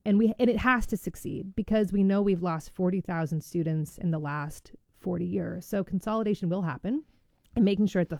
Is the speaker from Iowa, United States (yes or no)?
no; Newbury, Vermont, United States; I'm thinking about where I grew up in Newberry. You know, for me, it's very personal. I grew up in rural Vermont. I went to Newberry Elementary School.